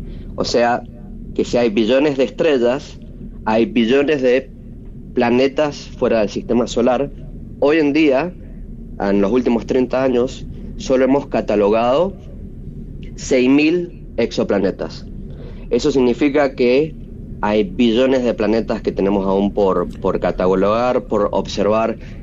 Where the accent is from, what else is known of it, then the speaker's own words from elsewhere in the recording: Mendoza, Argentina; born there; yo nací en Mendoza, me tocó mucho ver el cielo desde las montañas increíbles que tenemos